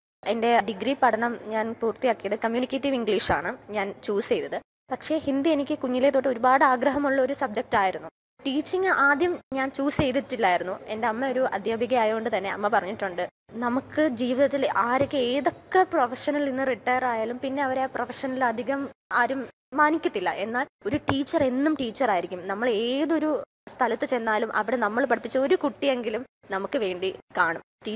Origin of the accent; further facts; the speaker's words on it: Thiruvananthapuram, Kerala, India; ഞാൻ തിരുവനന്തപുരം സ്വദേശിനിയാണ്.